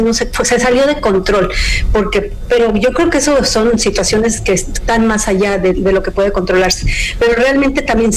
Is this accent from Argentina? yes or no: no; Mexico; Nos puede pasar como mexicanos en este momento